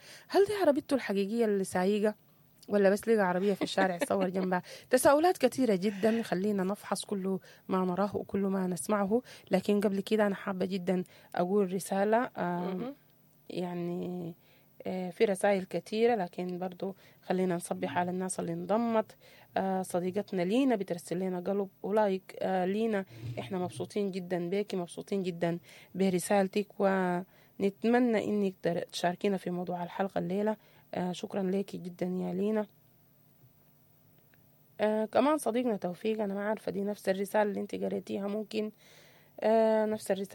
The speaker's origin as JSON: {"language": "Arabic", "country": "Sudan", "said": "أنا كسوداني"}